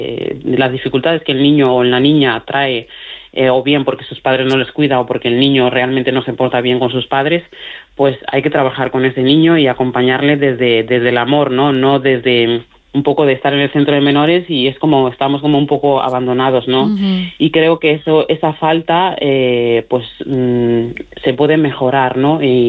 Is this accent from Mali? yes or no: yes; Mali; Spanish is a second language; now in Spain; ahora no me acuerdo prácticamente de mi dialecto, hablo mejor el castellano y el gallego que mi propio dialecto. Ajá. Y la suerte que tengo es que tengo una pareja maravillosa que también es de Mali